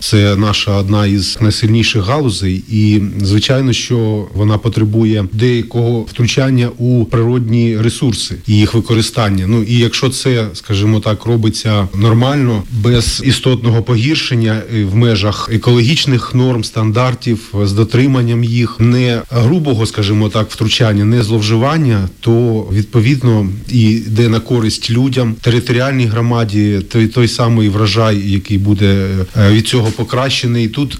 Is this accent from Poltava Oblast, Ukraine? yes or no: yes; Lubny district, Poltava Oblast, Ukraine; moved away; Я не місцевий житель, але я тут виріс, тут народився мій батько, дід з бабою. Це для мене, ну, мої рідні місця, ну, батьківщина.